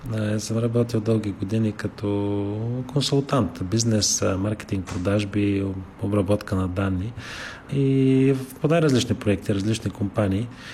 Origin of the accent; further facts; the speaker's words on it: Gabrovo, Gabrovo Province, Bulgaria; Ние сме от Габрово, между другото